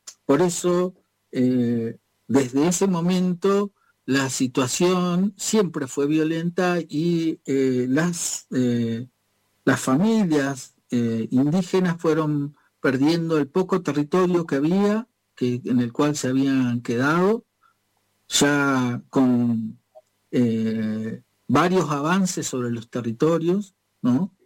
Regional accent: Argentina

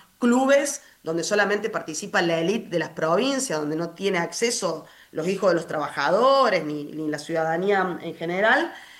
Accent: Argentina; uno de nuestros ADN como argentino, marca personal, si se quiere, como país.

